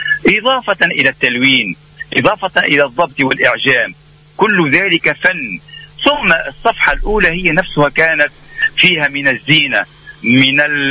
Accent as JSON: {"language": "Arabic", "country": "Tunisia", "said": "من بلادنا تونس"}